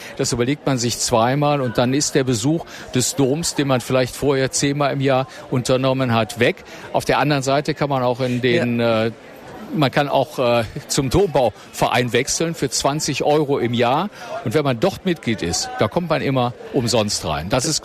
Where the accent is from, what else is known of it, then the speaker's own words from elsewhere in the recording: Cologne, North Rhine-Westphalia, Germany; als Kölner